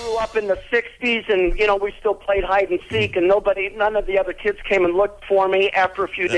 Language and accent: English; Salt Lake City, Utah, United States; born there; And I was born in Salt Lake City.